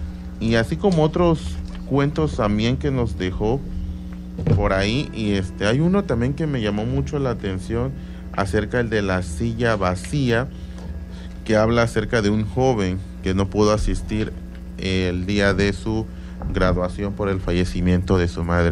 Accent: Tabasco, Mexico

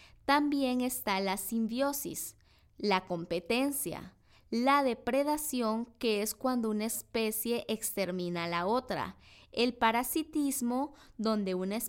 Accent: Honduras

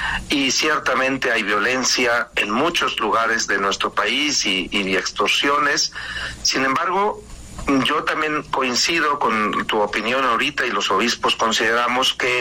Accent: Mexico; como mexicanos tenemos que pues amar a nuestro país

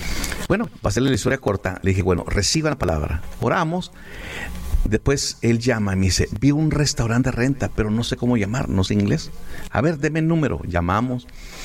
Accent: San Luis Potosí, Mexico; Dios nos habló a mi esposa y a mí que tenemos que abrir una iglesia en mi pueblito o campus San Luis Potosí.

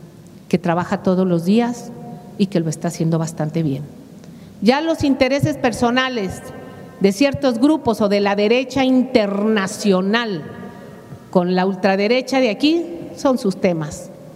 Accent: Mexico; lo que somos los mexicanos

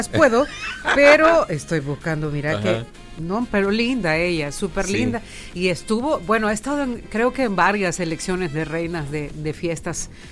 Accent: Santa Ana, El Salvador; Los santanecos, es decir, yo soy de Santa Ana

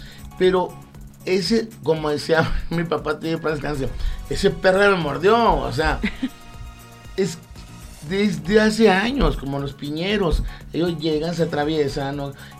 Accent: Mexico; uno como mexicano, que soy un buen mexicano

